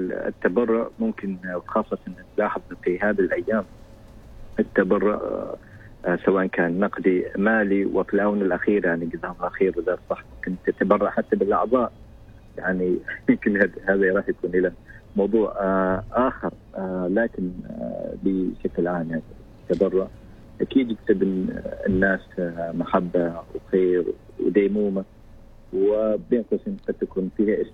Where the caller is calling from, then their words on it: Sohar, Al Batinah North, Oman; حاليا أكلمكم من صحار.